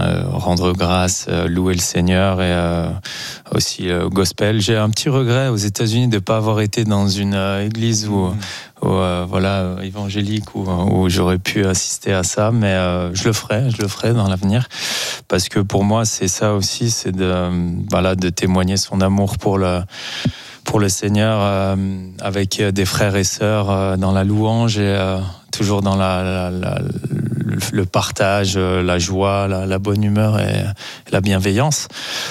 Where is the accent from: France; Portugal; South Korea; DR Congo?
France; Auvergne-Rhône-Alpes; Frauges, donc, là où j'ai grandi, voilà, 38.